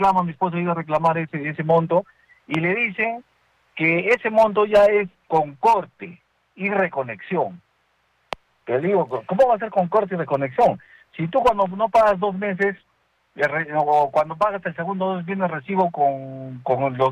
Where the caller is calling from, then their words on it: Sachaca, Arequipa, Peru; Yo soy vecino de Sachaca.